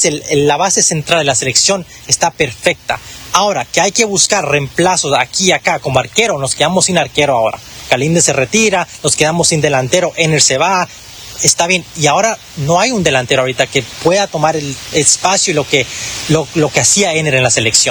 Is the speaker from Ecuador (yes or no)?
yes; Ecuador; Todos los 18 millones de ecuatorianos